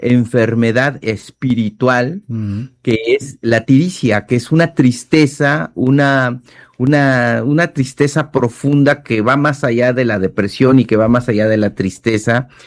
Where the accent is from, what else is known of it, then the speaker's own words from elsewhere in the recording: Tezoatlán de Segura y Luna, Oaxaca, Mexico; Entonces, en la tradición de mi pueblo, por ejemplo, en la Mixteca, en Tezoatlán de Segura y Luna, Oaxaca, se cura tirando flores al río